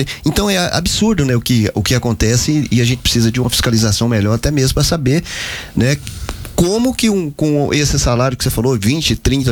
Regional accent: Britânia, Goiás, Brazil; lá na minha cidade, Britânia

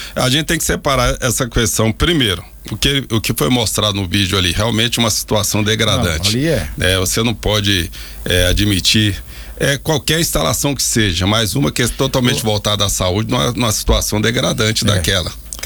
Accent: Rio de Janeiro, Brazil; moved away; eu sou lá do Rio, a gente fala lá é favela

